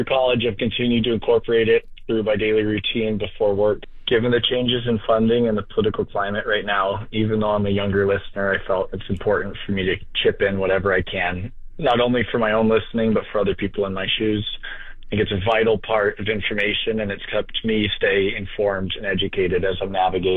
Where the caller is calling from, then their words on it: Greeley, Colorado, United States; I'm from Greeley, Colorado.